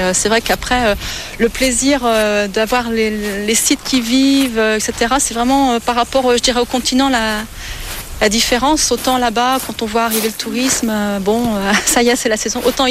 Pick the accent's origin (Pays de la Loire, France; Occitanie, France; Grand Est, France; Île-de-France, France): Pays de la Loire, France; Pornichet